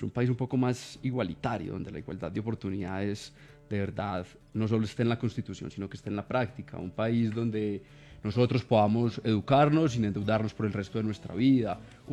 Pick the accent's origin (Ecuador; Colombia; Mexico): Colombia; Medellín, Antioquia; born there; Una es la suerte mía porque nací en Medellín, en un hogar, clase media, donde mis papás tuvieron la oportunidad de ser los primeros de su familia en ir a la educación pública.